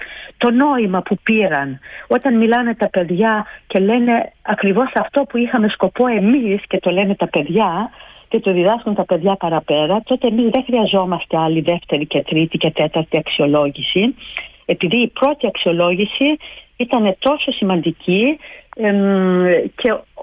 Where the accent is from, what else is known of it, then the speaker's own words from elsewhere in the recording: Greece; moved away; για μένα σαν Ελληνίδα